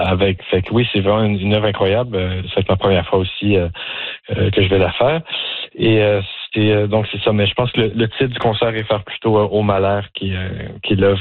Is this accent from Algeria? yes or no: no; Joliette, Quebec, Canada; Moi, j'ai grandi à Joliette, au Québec, une petite ville francophone à 1 heure de Montréal.